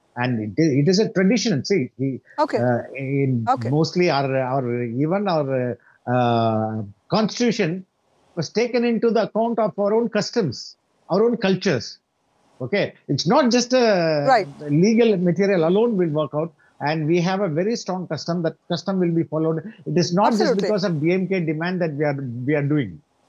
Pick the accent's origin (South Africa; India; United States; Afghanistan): India; first language Tamil; English is a second language; I am, by language, I am Tamil. By nation, I am Indian.